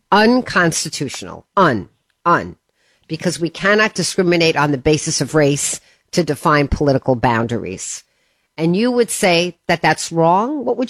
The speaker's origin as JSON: {"language": "English", "country": "United States", "said": "from my point of view as an American"}